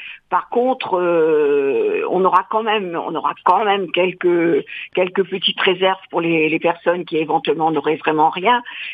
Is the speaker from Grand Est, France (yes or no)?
no; La Ferté-Macé, Normandy, France; moi, je suis de la région, je suis de la Ferté-Massé.